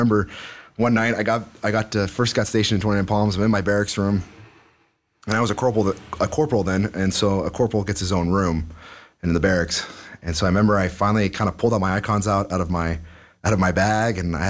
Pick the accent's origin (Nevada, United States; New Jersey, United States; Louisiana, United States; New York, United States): New Jersey, United States; born there; also born or lived in California / Fort Wayne, Indiana / Iowa; No, I consider myself from New Jersey. Don't hold that against me now.